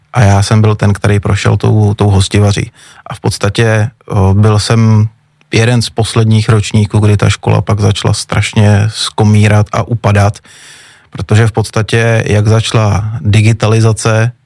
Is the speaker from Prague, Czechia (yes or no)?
yes; Prague, Czechia; to znamená 100% Pražák. Máma Pražačka, táta Pražák, takže žádná naplavenina, opravdu odkojenej Vltavou od A do Z.